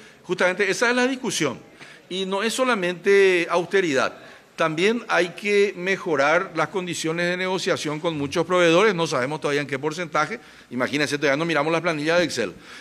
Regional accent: Paraguay; Somos todos paraguayos

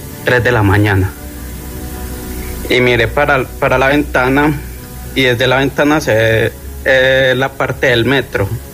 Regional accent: Medellín, Antioquia, Colombia; Yo soy de Medellín.

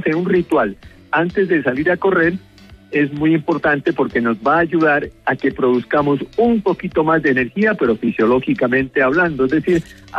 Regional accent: Colombia

